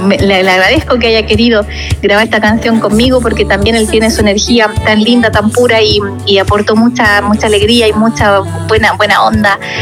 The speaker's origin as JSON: {"language": "Spanish", "country": "Chile", "moved": "yes", "lives_now": "Germany"}